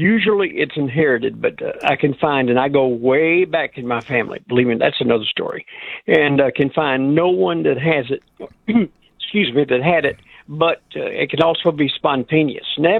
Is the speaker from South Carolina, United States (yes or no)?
yes; Beaufort, South Carolina, United States; growing up in Beaufort, South Carolina, which is a Marine Corps town